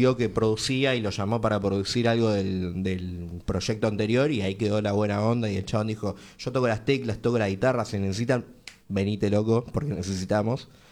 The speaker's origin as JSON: {"language": "Spanish", "town": "San Miguel", "region": "Buenos Aires Province", "country": "Argentina", "said": "somos de San Miguel, de zona norte-oeste."}